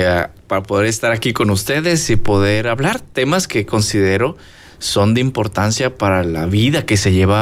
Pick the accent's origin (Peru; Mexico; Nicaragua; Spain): Mexico; Veracruz; moved away as an adult; now in Montemorelos, Mexico; Soy nacido en Veracruz. Allí me tocó la dicha de poder disfrutar de aquellos lugares. Salí de casa a los 17 años. Vine aquí a la Universidad de Montemorelos a estudiar.